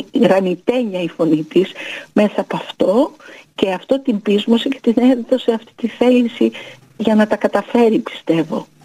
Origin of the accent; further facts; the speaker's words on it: Veria, Central Macedonia, Greece; moved away; Είμαι λαϊκό κορίτσι, όπως έφυγα από τη Βέρεια.